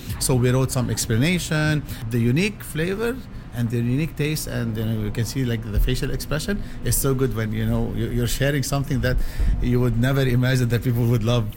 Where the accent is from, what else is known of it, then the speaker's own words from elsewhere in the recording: Lebanon; moved away as an adult; now in Vancouver, Canada; I was born and raised in Lebanon, and I moved here 6 years ago.